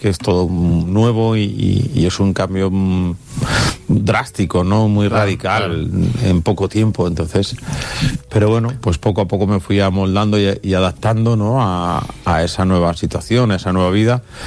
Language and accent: Spanish; Pamplona, Navarre, Spain; also born or lived in Madrid; now in Valencia, Spain; en realidad soy de Pamplona y he vivido en Pamplona, bueno, en Pamplona, en Madrid, en muchos sitios, pero es que ahora sí que me he instalado prácticamente de forma definitiva en Valencia.